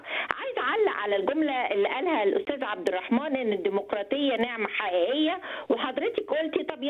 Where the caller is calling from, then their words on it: Egypt; وأنا كمصرية